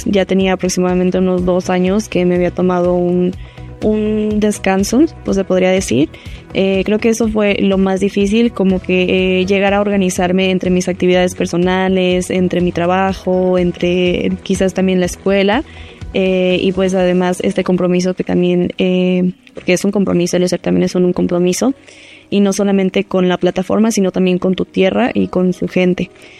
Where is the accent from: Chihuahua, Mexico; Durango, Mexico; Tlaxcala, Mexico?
Tlaxcala, Mexico; San Pablo Petatitlán; Sencillamente es mi tierra, es la tierra que también me vio crecer en muchos aspectos de mi vida